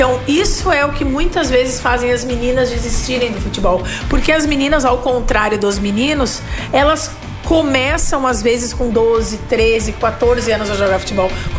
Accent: Rio Grande do Sul, Brazil; eu sou gaúcha

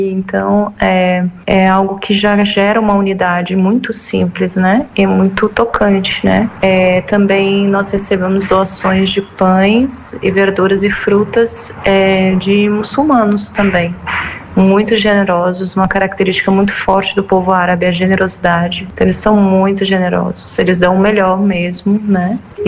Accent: Brazil; moved away; Eu que vim do Brasil, então a gente vê muitas realidades diferentes, mentalidades do Oriente, né?

